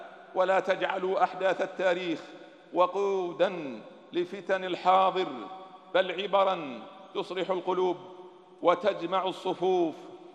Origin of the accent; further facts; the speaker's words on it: Bahrain; بلادنا البحرين